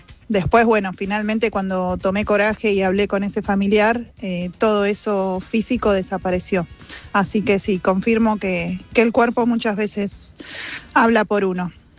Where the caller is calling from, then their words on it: Buenos Aires, Argentina; de Núñez.